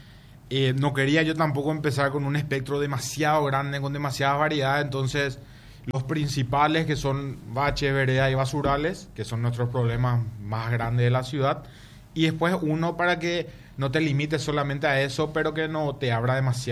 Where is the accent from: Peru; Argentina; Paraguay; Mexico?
Paraguay; Asunción; yo soy asunceno y vivo y hago todo acá.